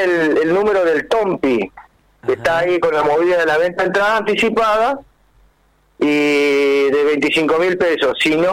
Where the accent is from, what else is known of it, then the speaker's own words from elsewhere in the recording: Chaco, Argentina; now in Cipolletti, Argentina; yo soy chaqueño, ¿viste? Pero hace 30 años estoy acá